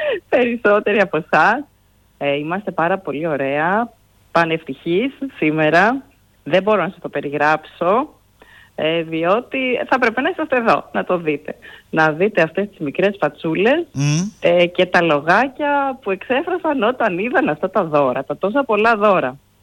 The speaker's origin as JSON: {"language": "Greek", "town": "Karperi", "region": "Central Macedonia", "country": "Greece", "said": "Είμαι από την Καρπερί Σερών."}